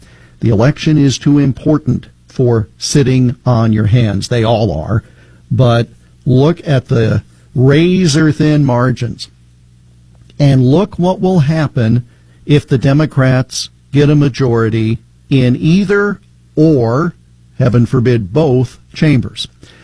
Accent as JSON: {"language": "English", "region": "Iowa", "country": "United States", "said": "But one of the things in my home state of Iowa"}